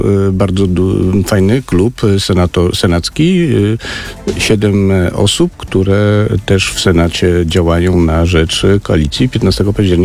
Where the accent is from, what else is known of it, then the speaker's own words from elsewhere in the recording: Świętokrzyskie Voivodeship, Poland; Ja jestem ze Świętokrzyskiego